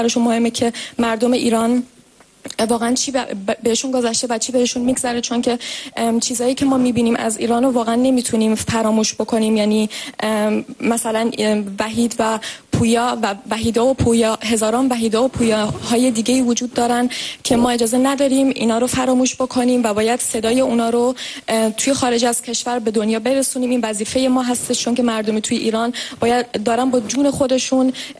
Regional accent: Germany; also born or lived in Iran

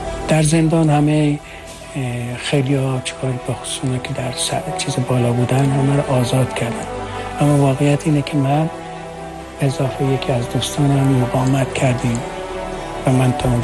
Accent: Mamasani, Fars, Iran; also born or lived in Kazerun / Shiraz; من در کازرون متولد شدم، اونطوری که تو شناسنامه هست و پدر و مادرم میگفتن. بعد یکی دو سالی رفتیم شیراز، چون مادرم شیرازی بود. بعد از اون ور رفتیم از دوباره به ممثنی تا کلاس 6 ابتدایی رو ممثنی بودم.

